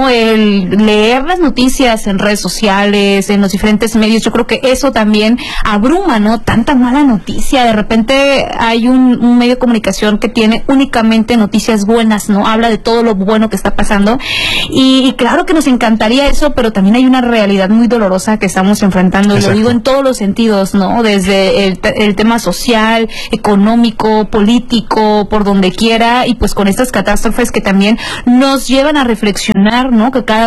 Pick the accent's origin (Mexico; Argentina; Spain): Mexico; como los mexicanos y las mexicanas, no hay dos